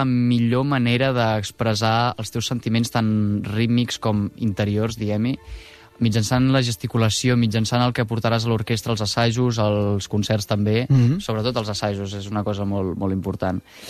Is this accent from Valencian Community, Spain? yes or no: no; Montblanc, Catalonia, Spain; al lloc on estava més còmode, que en el meu cas doncs, era Montblanc, no? El meu poble de la meva vida, es pot dir.